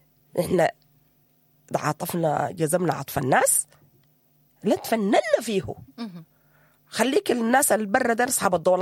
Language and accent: Arabic; Sudan; ونحن في السودان فقدنا بيوتنا